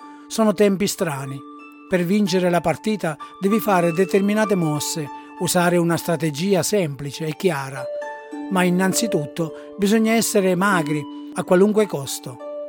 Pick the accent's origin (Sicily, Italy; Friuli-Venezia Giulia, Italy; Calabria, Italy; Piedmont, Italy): Sicily, Italy; San Cataldo; ripenso alla tradizione del mio paese, San Cataldo, quando Livari e Variceddi sfilano in processione durante la Settimana Santa